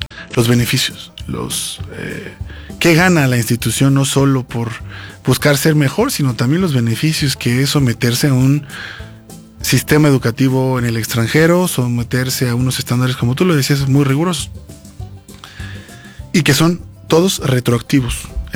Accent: Mexico

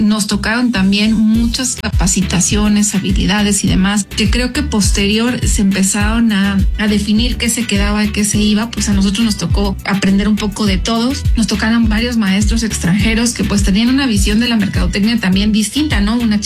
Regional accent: Epazoyucan, Hidalgo, Mexico; also born or lived in Pachuca; yo soy originaria de Pasoyucan, es un municipio muy cercano aquí a la capital.

